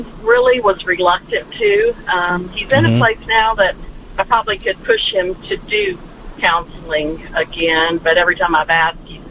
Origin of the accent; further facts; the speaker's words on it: Houston, Texas, United States; I'm from the Houston area and moved to Louisiana to be closer to him.